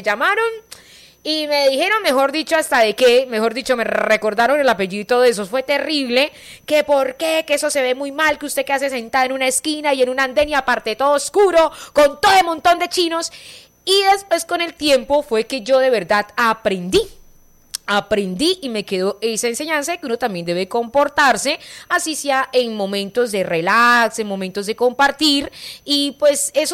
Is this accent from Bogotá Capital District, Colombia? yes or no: no; Cúcuta, Norte de Santander, Colombia; also born or lived in the Caribbean coast of Colombia; Y desde los 3 años vivo en Cúcuta. Yo soy de otra parte, yo soy de la costa, pero me trajeron